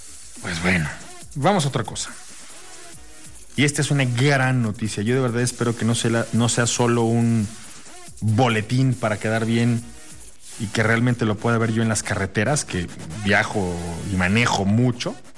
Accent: Mexico

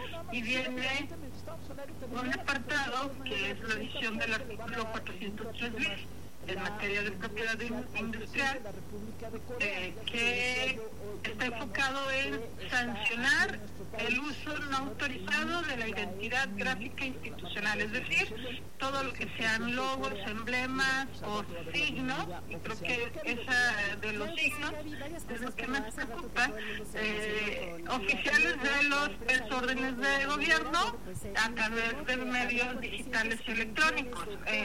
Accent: Mexico

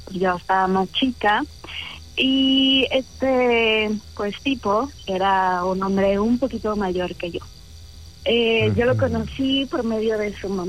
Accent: Mexico City, Mexico; Tengo 27 años, de la Ciudad de México.

